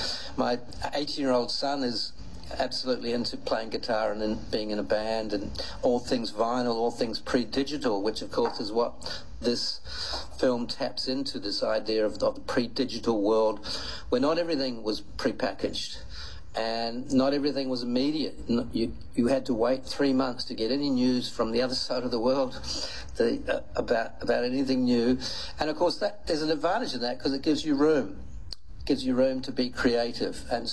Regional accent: Australia; I'm based in, I'm an Australian writer

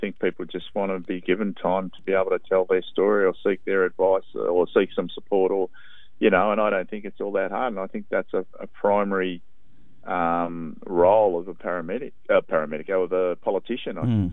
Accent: Melbourne, Victoria, Australia; I was brought up in Braybrook, and it was the greatest upbringing that we could have in a working class family in a housing commission house with six kids in the family

